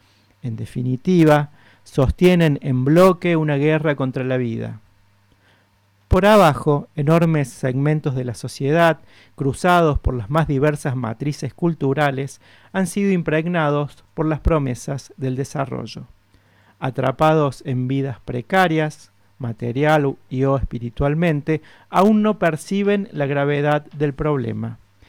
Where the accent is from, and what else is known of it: Argentina